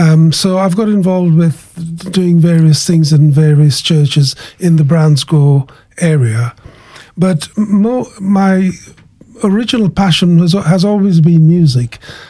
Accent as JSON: {"language": "English", "country": "Kenya", "moved": "yes", "said": "I call to mind my walk into this country, because as you know, I'm from another country. Yes. I'm from Kenya."}